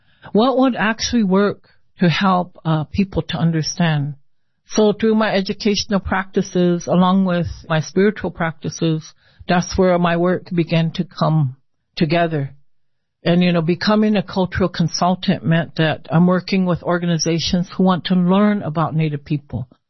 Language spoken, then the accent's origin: English; Nebraska, United States; I'd always respond like, I'm from the Omaha tribe.